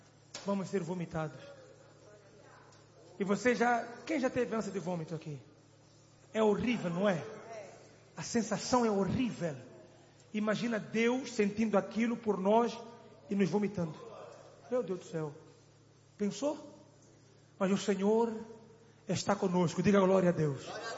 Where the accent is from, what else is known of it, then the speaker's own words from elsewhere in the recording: Mozambique; born there; moved away; lá na minha terra, Moçambique.